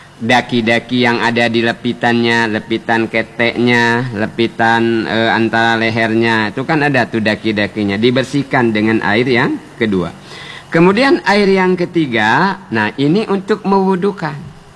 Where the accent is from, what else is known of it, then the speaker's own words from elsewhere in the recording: Bangka Belitung Islands, Indonesia; Kalau kata kita orang Bangka, bedaruk.